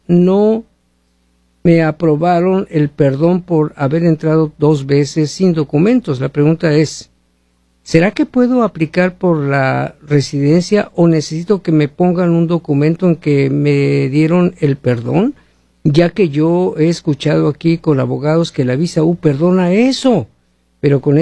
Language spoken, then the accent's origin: Spanish; Mexico; now in United States; cometí el error de agarrar asilo como guatemalteco. Yo soy mexicano. Ahora estoy por casarme con una ciudadana.